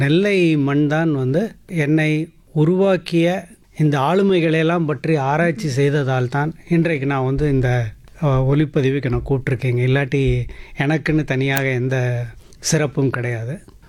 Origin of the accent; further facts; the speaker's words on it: Chennai, Tamil Nadu, India; also born or lived in Gudiyattam; நான் பிறந்த ஊர் வந்து வேலூர் மாவட்டத்தில், அதாவது பழைய வடஆர்காடு மாவட்டத்தில் இருக்கக்கூடிய குடியாத்தம் என்கின்ற ஊர். அங்கே பிறந்து நான் ஒரு 6 மாத குழந்தையாக நாங்கள் சென்னைக்கு வந்துட்டோம்.